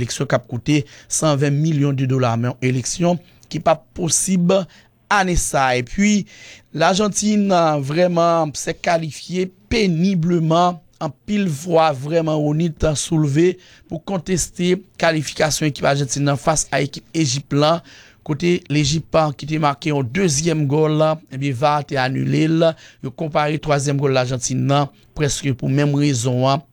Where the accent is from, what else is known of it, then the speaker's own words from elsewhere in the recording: Haiti; chez nous, en Haïti